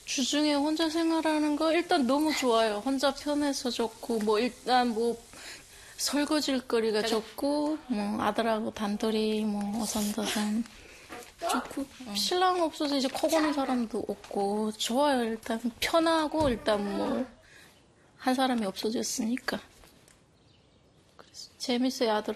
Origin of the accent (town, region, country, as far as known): North Korea; now in South Korea